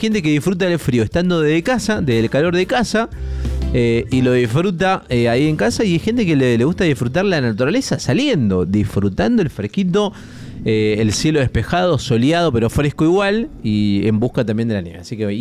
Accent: Mendoza, Argentina; uno como mendocino

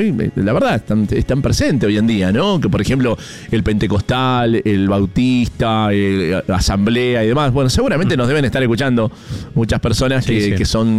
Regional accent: Argentina; como comúnmente le decimos aquí en Argentina

